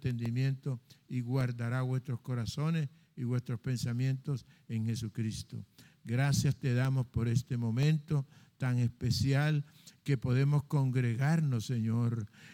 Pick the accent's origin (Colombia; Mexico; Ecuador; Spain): Colombia; Padre, oramos por nuestro país Colombia